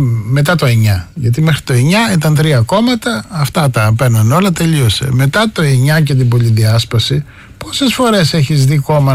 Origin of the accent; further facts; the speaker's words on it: Skala Sykamineas, North Aegean, Greece; στη σκάλα Σικαμινέα στην πατρίδα μου